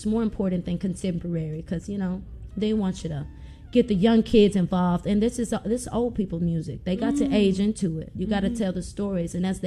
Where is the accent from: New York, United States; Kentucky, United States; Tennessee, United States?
Tennessee, United States; Memphis; I was born in Whitehaven. I went to elementary school out in East Memphis, and then high school in Carrieville and Germantown.